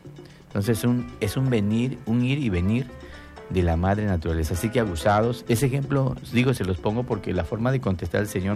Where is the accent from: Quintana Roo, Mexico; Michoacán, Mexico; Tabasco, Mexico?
Tabasco, Mexico; somos tabasqueños